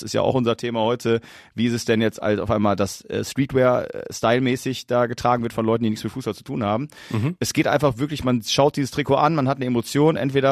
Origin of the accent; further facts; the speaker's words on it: North Rhine-Westphalia, Germany; also ich komme aus der Nähe von Duisburg